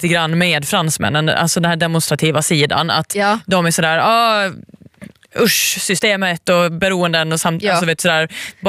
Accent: Åland Islands; Jag kommer från Åland.

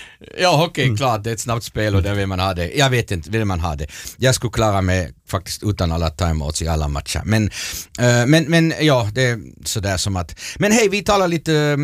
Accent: Germany; moved away; mitt hemland, Tyskland.

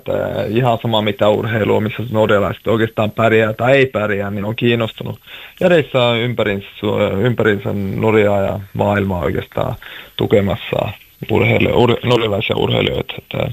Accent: Kokkola, Central Ostrobothnia, Finland; born or raised there; now in Norway

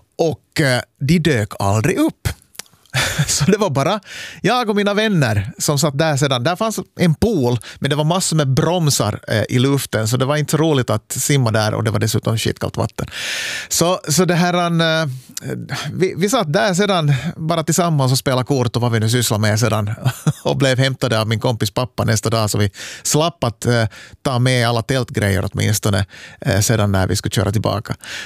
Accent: Korsholm, Ostrobothnia, Finland; jag är uppväxt i Smedsby Korsholm

